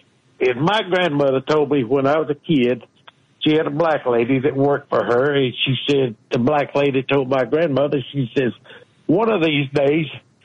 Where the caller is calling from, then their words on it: the South, United States; I'm from the South, and I love the South